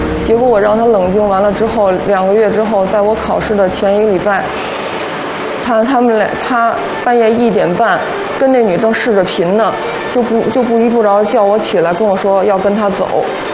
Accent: Beijing, China; moved away; 因为他们都觉得我是北京的，肯定过两年就走了

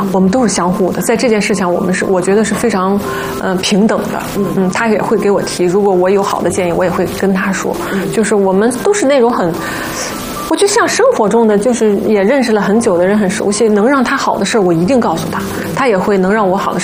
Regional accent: Shandong, China; 因为我们俩都是山东的

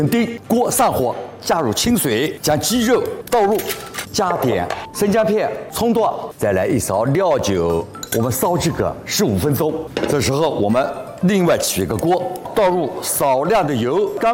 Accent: Nanjing, Jiangsu, China; 因为我来自于南京啊

